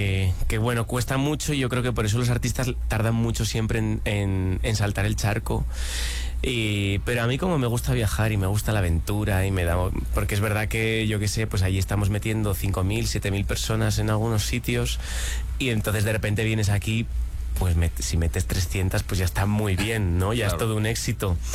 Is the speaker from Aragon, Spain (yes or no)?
no; Oviedo, Asturias, Spain; born there; moved away as an adult; also born or lived in Rodiezmo de la Tercia, León; now in Galicia, Spain; Me mandaba a estar en la ciudad, en Oviedo, que era donde yo nací. Y bueno, pues ya cuando tuve la libertad de que era soberano de mi vida, pues me fui a vivir a un pueblo en Galicia, un pueblo, una aldea muy pequeña